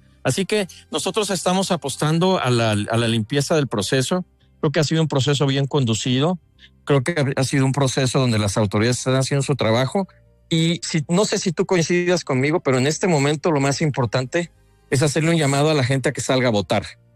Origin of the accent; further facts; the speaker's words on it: Mexico; en mi caso yo soy mexicano